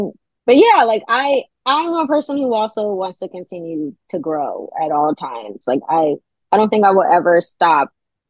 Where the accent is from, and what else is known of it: New York, United States